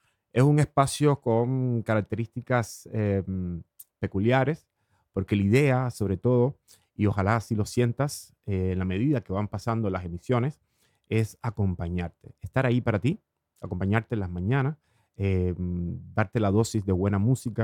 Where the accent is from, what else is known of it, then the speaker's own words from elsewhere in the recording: Cuba; soy cubano